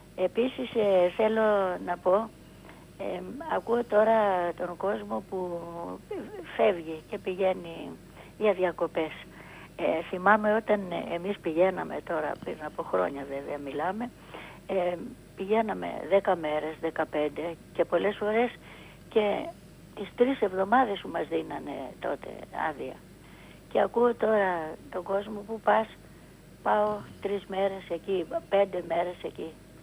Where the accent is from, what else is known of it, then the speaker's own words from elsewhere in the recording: Kavala, Eastern Macedonia and Thrace, Greece; εγώ είμαι από την Καβάλα και πολλές φορές πηγαίναμε στην Καβάλα